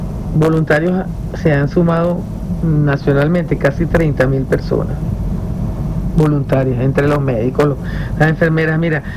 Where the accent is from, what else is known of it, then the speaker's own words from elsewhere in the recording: Venezuela; vamos a hablar como venezolanos.